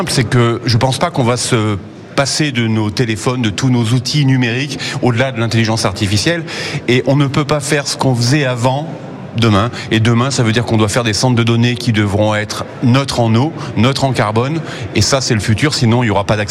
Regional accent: France; Je suis français

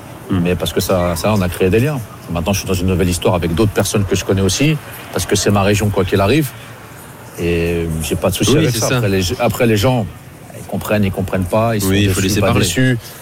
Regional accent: Normandy, France

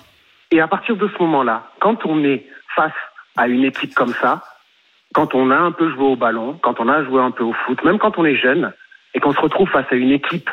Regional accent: Montpellier, Occitanie, France; born there; moi, je viens de Montpellier.

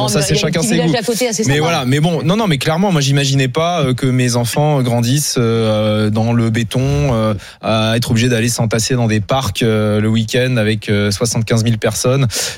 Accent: Pompertuzat, Occitanie, France; also born or lived in Alsace; Parce que moi, oui, je suis né en Alsace et j'ai grandi à Pompertuisat, un petit village dans le Lauragais, au sud de Toulouse.

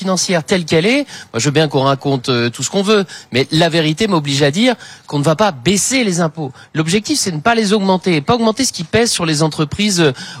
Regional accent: Chalon-sur-Saône, Bourgogne-Franche-Comté, France; Chez moi à Chalon-sur-Saône

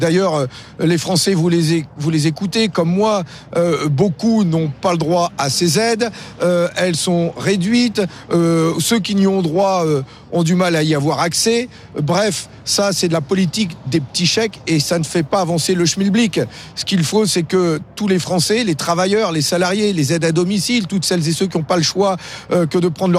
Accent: France; Et c'est nous, les Français, qui les payons derrière.

